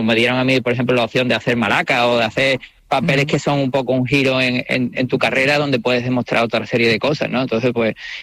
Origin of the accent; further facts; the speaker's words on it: Canary Islands, Spain; born there; yo nací en Gran Canaria por circunstancias laborales de mi padre.